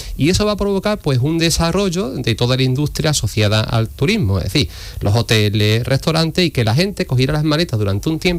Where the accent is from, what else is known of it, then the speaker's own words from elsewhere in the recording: Huelva, Andalusia, Spain; curiosamente, yo que soy de Huelva, leí un libro hace muchos años